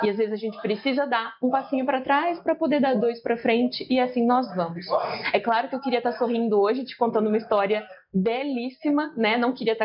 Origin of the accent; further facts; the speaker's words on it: Lins, São Paulo, Brazil; Nós somos da cidade de Lins. Lins é 1h30 daqui